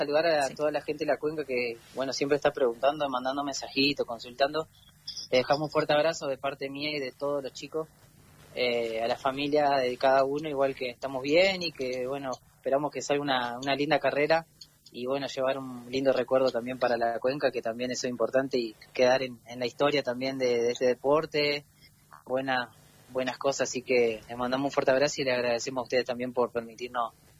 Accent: Río Turbio, Santa Cruz, Argentina; la de Argentina, la de mi provincia y la de mi pueblo Río Turbio

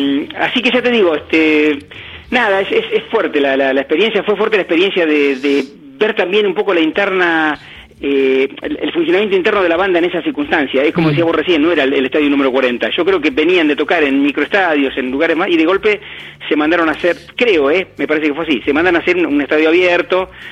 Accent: La Plata, Buenos Aires Province, Argentina; yo soy de La Plata, yo soy hincha de Gimnasia

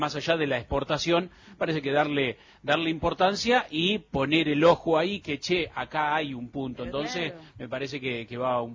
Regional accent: Argentina; porque pero no somos bravos los argentinos.

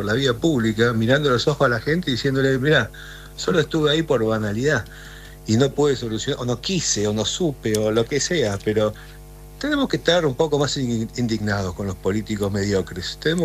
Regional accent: Argentina

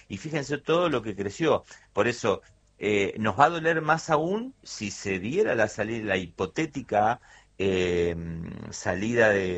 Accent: Argentina; Fue muy intensa, como somos los argentinos.

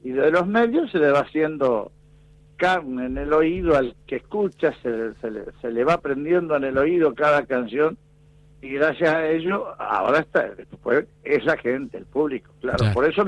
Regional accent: Las Flores, Buenos Aires Province, Argentina; moved away as an adult; also born or lived in Dolores; now in Saladillo, Argentina; me crié ahí en Las Flores hasta los 29 años, después me vine a Saladillo hace 41 que estoy...

